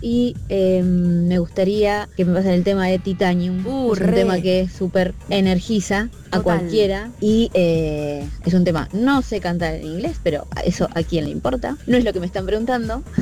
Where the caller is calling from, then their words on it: Berazategui, Buenos Aires Province, Argentina; Les habla … de Berazategui.